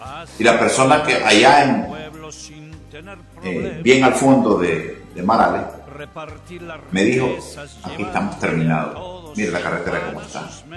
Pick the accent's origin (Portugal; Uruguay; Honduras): Honduras; Porque todos somos hondureños.